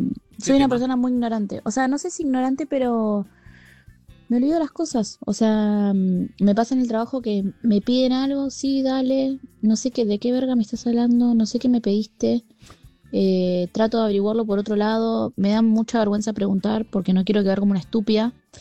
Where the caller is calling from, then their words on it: Ezeiza, Buenos Aires Province, Argentina; de Seiza.